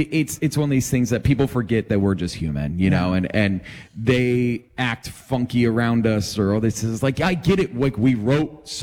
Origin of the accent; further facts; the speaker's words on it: Atlanta, Georgia, United States; for us growing up in Atlanta